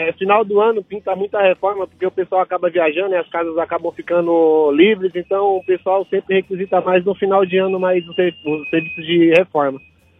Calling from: Brazil; aqui do Campo Belo.

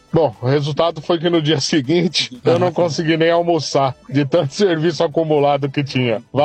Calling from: Cubatão, São Paulo, Brazil; de Cubatão, litoral de São Paulo.

